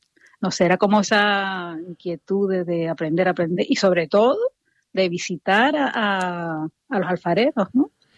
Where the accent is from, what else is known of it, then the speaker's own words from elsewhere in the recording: Tenerife, Canary Islands, Spain; toda nuestra historia indígena yo que soy de Tenerife